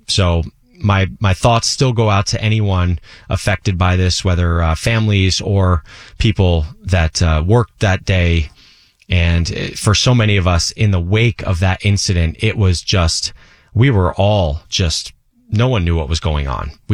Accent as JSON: {"language": "English", "region": "New Jersey", "country": "United States", "tie": "born or raised there", "said": "I grew up at those Twin Towers. I could see them from my street where I grew up in New Jersey, and they were just a symbol of America's greatness."}